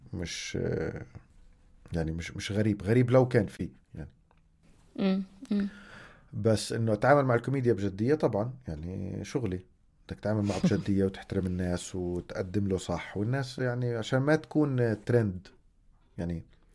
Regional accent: Palestine

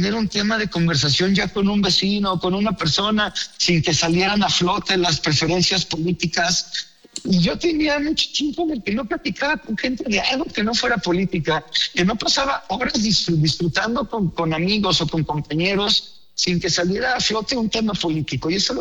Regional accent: Mexico; no me daban ganas de presumir que era mexicano. Y como dije en el video, tenía tiempo olvidando lo que somos los mexicanos realmente.

